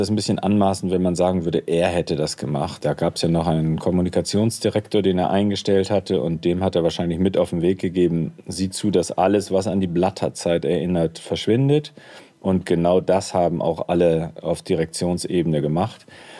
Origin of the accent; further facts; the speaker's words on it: Bremen, Germany; now in Switzerland; Ich bin gebürtiger Bremer und auch als halber Werder-Fan mal aufgewachsen.